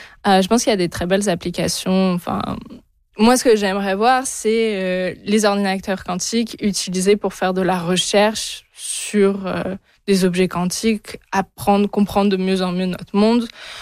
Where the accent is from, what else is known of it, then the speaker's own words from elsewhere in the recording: France; first language French; moved away as an adult; now in Vancouver, Canada; Je rentre en France, à Bordeaux